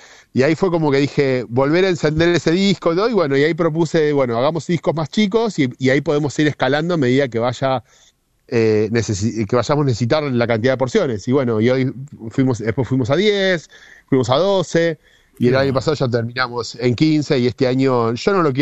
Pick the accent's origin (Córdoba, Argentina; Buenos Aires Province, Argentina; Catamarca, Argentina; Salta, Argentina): Buenos Aires Province, Argentina; Azul; moved away as an adult; also born or lived in Rosario, Argentina; now in Ushuaia, Argentina; yo soy de Azul, provincia de Buenos Aires, y nada, vengo, me crié en el campo, y bueno, a los 18 me fui a Buenos Aires a formar en gastronomía